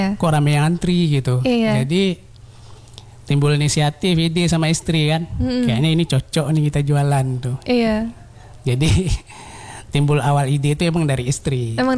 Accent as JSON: {"language": "Indonesian", "region": "Aceh", "country": "Indonesia", "said": "kita sebagai orang Aceh ini kan beda sama selera orang daerah-daerah lain, Sumatera atau Jawa gitu kan."}